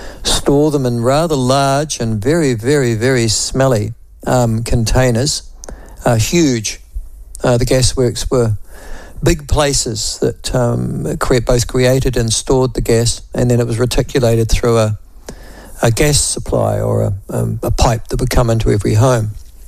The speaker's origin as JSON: {"language": "English", "town": "Whanganui", "region": "Manawatū-Whanganui", "country": "New Zealand", "tie": "born or raised there", "said": "when I was a young boy growing up in Whanganui"}